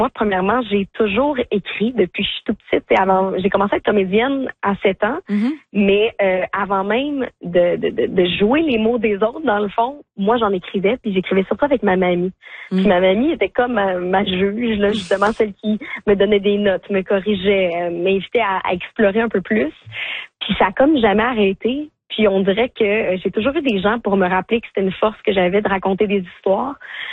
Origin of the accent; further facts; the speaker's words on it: Quebec, Canada; je viens de la rive nord de Montréal